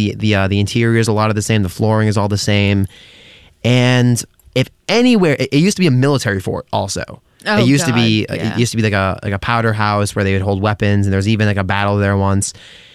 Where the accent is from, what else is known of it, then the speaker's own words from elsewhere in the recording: Westport, Massachusetts, United States; I grew up in Westport, Massachusetts, which is the town directly next to Fall River.